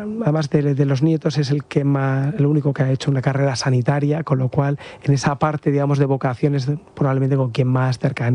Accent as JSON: {"language": "Spanish", "town": "Madrid", "region": "Community of Madrid", "country": "Spain", "tie": "born or raised there", "said": "Pues sí, yo nací en Madrid, mi familia, desde que nacimos mi hermano y yo, vivimos en Madrid."}